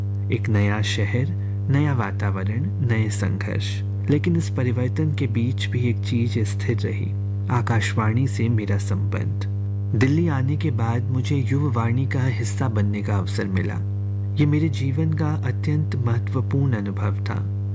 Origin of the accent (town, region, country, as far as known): Gorakhpur, Uttar Pradesh, India; born or raised there